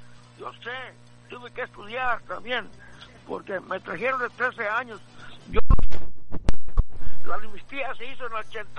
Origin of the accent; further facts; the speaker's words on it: Michoacán, Mexico; now in United States; Porque soy michoacano y también soy de aquí de Estados Unidos. Ya me hice ciudadano por mis padres.